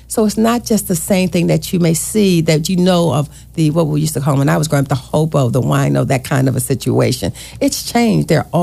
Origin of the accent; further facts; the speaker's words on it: Baltimore, Maryland, United States; I grew up in Baltimore City